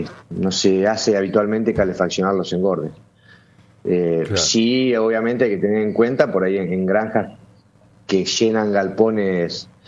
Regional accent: Argentina

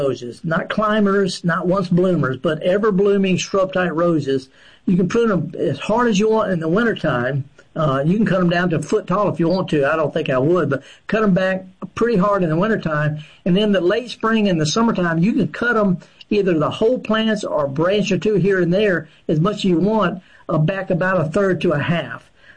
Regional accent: Baton Rouge, Louisiana, United States; He's from my hometown in Baton Rouge.

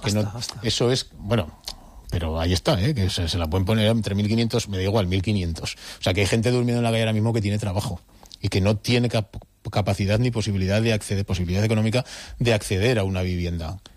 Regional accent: Spain; cuando yo era crío, que yo soy de las Delicias, antes de que existiera el parque

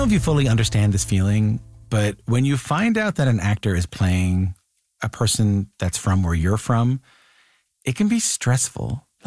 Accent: Newfoundland and Labrador, Canada; I mean, I think growing up in Newfoundland, you feel the same way.

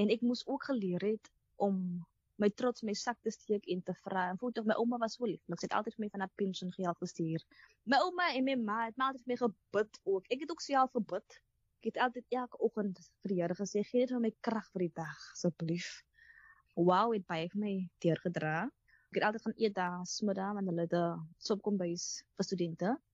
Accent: Atlantis, Western Cape, South Africa; by die skool het hulle my gevra van waar is ek, en sê, ek is van Atlantis, ek bly in Island Place, ek bly die kort

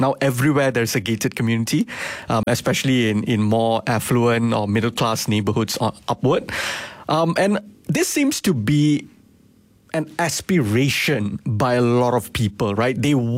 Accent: Malaysia; especially as an Indian person in this country.

